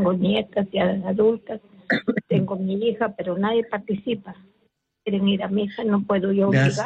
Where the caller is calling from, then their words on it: Piura, Peru; De aquí de Piura.